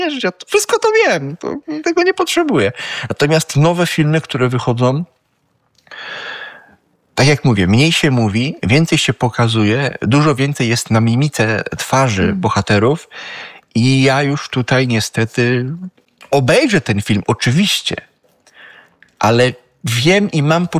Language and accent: Polish; Silesian Voivodeship, Poland; Ja pochodzę ze Śląska, przecież mianowicie śląskich i w Sosnowcu było przedszkole